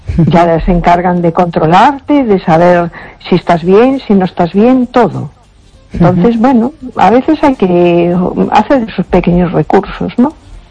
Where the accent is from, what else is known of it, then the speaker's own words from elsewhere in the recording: A Coruña, Galicia, Spain; Buenas noches … de Coruña.